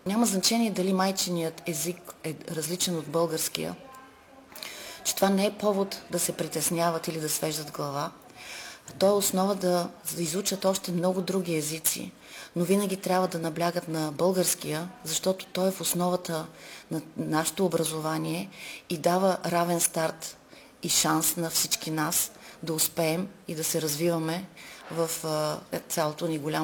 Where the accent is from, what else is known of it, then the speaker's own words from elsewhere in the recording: Kardzhali, Kardzhali Province, Bulgaria; Преди всичко аз съм тук като кърджалийка.